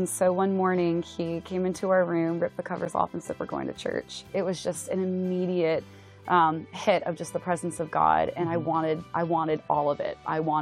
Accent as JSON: {"language": "English", "country": "United States", "tie": "born or raised there", "said": "I grew up right outside of New York."}